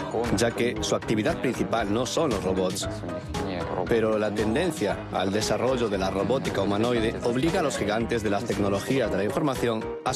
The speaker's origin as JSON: {"language": "Spanish", "country": "Russia", "said": "Somos especialistas rusos en robótica."}